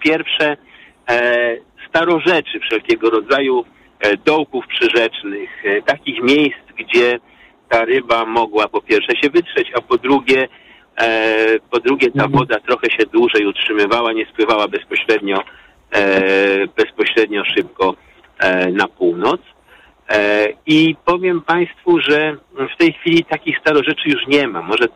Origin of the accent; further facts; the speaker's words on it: Łódź, Łódź Voivodeship, Poland; jestem łodzianinem, ale przeprowadzam się, czyli mieszczuchem takim typowym, ale przeprowadzam się do miejscowości pod Sieradzem